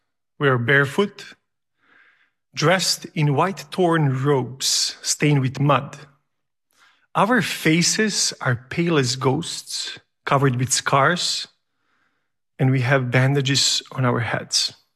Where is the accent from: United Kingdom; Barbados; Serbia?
Serbia; now in Boston, United States; I'm originally from Serbia. Now I'm Boston-based artist, teacher, and professional musician.